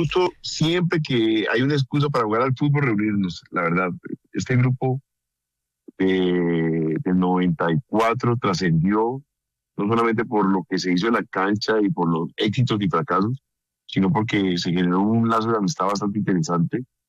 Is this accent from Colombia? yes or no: yes; Cali, Valle del Cauca, Colombia; Sí, claro, soy caleño, es una de las ciudades más afectadas